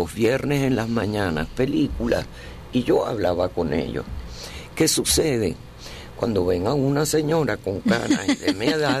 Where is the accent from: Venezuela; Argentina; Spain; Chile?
Venezuela; born there; yo sentía en mi juventud, en mi adolescencia, que estando en Venezuela y siendo mujer